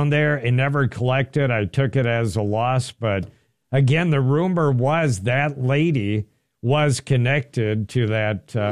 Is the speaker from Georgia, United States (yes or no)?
no; Willmar, Minnesota, United States; growing up in Wilmer